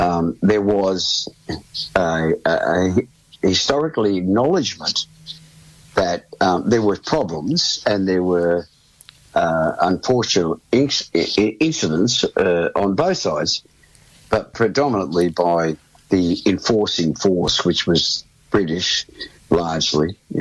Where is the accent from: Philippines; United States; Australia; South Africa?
Australia